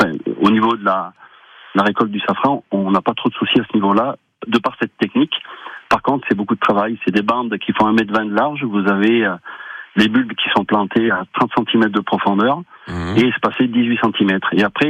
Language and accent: French; Auvergne-Rhône-Alpes, France; moved away as an adult; also born or lived in Ardèche; now in Marsac-en-Livradois, France; Donc moi je viens de la Haute-Loire, on vient de la Haute-Loire. Et du coup on est parti habiter 12 ans en Ardèche en 2010, de 2010 à 2022.